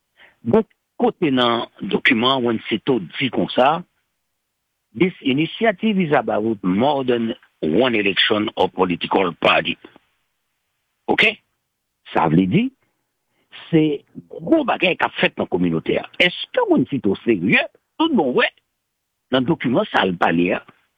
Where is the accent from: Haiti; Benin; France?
Haiti; nous sommes tous des Haïtiens.